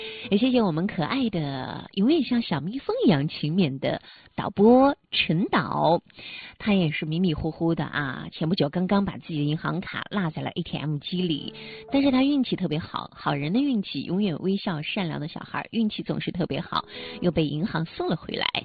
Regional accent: China; 我们中国人

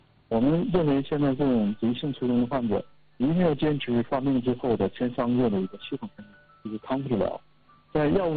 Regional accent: Jilin, China; 对于咱们东北人、吉林人来说，比如说口味会很重，盐就吃的比较多

